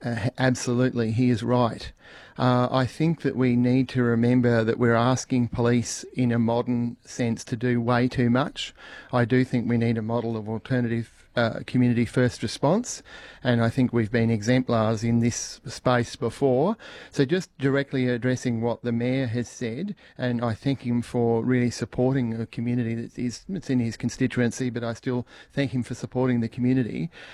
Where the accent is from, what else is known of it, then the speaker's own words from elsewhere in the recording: Northern Territory, Australia; also born or lived in Pintupi Luritja communities; I grew up in Walpri and Amadjara communities, and I spent a lot of time in Pintupi Luritja communities and even Pingalga communities.